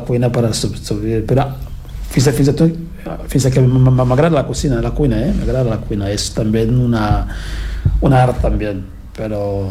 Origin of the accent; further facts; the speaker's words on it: Cameroon; Catalan is a second language; now in Spain; Ara, quan no vaig a Camerú, la gent me considera com un espanyol, com un català.